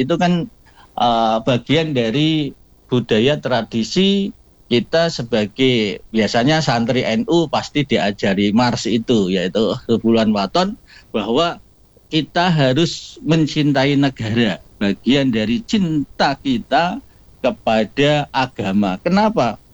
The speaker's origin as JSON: {"language": "Indonesian", "town": "Semarang", "region": "Central Java", "country": "Indonesia", "tie": "born or raised there", "said": "saya asli atau lahir di Semarang."}